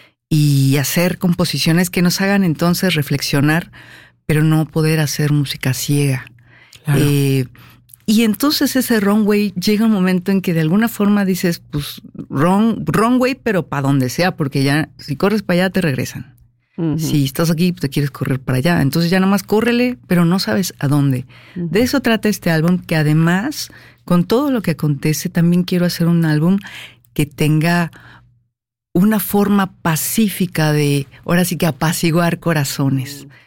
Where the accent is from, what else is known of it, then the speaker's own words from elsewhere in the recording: Mexico; Pero también el seguir viviendo como mujer mexicana en México, pues me fui dando cuenta de que es un país que yo he decidido amarlo con mis canciones, pero es un país duro de vivir.